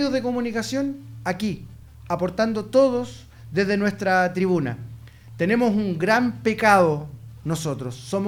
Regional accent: Angol, Araucanía, Chile; Le digo yo, no, yo soy de Angol.

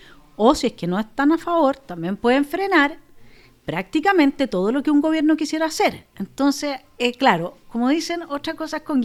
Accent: Araucanía, Chile; yo soy de la Araucanía, por lo tanto, para mí es mi casa. Es donde yo crecí, es donde tuve a mis hijos, donde me casé, donde viven mis hermanos

